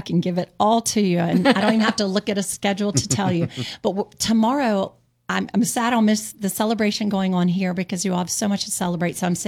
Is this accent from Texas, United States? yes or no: no; Berkeley County, West Virginia, United States; as someone who was born and raised in Berkeley County?